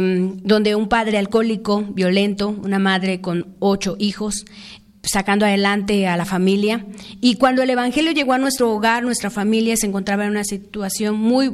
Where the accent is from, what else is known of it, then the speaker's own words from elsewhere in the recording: Ayoquesco de Aldama, Oaxaca, Mexico; Soy originaria de Ayoquesco de Aldama, Oaxaca, México.